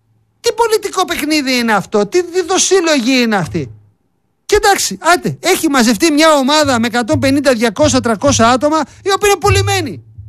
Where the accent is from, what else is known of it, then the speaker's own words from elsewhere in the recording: Greece; Έχω πολλά χρόνια σε αυτόν τον τόπο να ζήσω και δεν θέλω να φύγω από τον τόπο μου να ζήσω. Είμαι περήφανος που είμαι Έλληνας. Θέλω να είμαι στη χώρα μου.